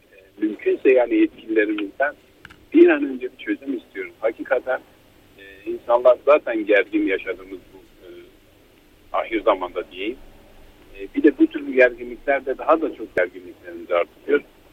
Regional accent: Van, Turkey; born or raised there

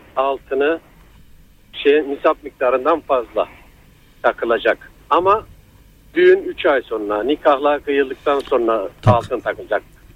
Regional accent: Antalya, Turkey; moved away as an adult; now in Konya, Turkey; ben Antalyalıyım. Antalya'da doğdum, büyüdüm. Belli bir zaman sonra sizin memlekete Konya'ya gittim, atıyorum. Orada iş kurdum. Evimi, bağımı yaptım. Orada evlendim.

